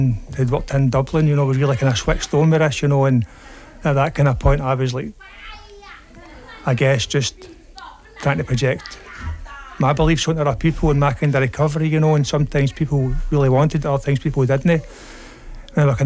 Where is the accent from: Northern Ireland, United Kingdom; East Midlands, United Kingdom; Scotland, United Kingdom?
Scotland, United Kingdom; Glasgow; I grew up in the East End of Glasgow.